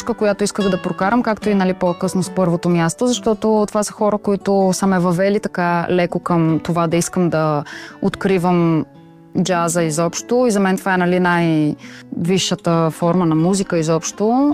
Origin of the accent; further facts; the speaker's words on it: Blagoevgrad, Blagoevgrad Province, Bulgaria; в родния ми град Благоевград